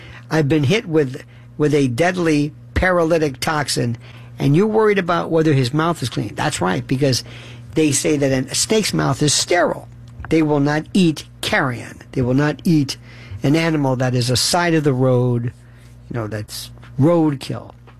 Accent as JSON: {"language": "English", "region": "Florida", "country": "United States", "tie": "born or raised there", "said": "I was raised in Florida."}